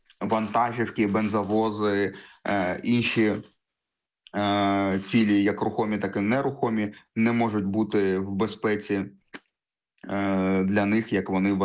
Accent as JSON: {"language": "Ukrainian", "town": "Luhansk", "region": "Luhansk Oblast", "country": "Ukraine", "tie": "born or raised there", "moved": "as an adult", "said": "Не те, що я з Луганської області, я особисто з міста Луганськ."}